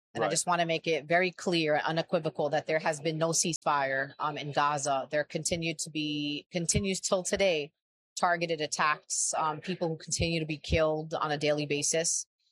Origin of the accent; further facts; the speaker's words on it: New York City, New York, United States; I am a Palestinian-American organizer and activist born and raised in New York City.